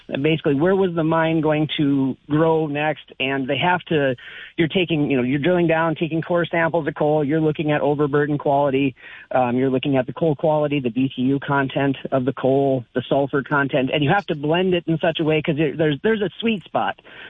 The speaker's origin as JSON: {"language": "English", "region": "North Dakota", "country": "United States", "said": "Well, originally I am from the Regan-Wilton area."}